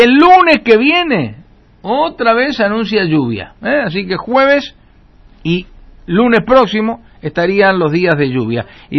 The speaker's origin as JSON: {"language": "Spanish", "country": "Argentina", "said": "Hoy somos todos de Argentina"}